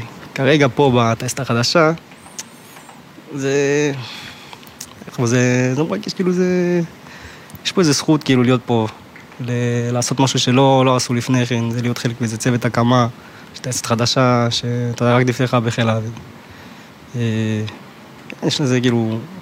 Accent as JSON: {"language": "Hebrew", "town": "Migdal HaEmek", "region": "Northern District", "country": "Israel", "said": "בן 23. קדל העמק."}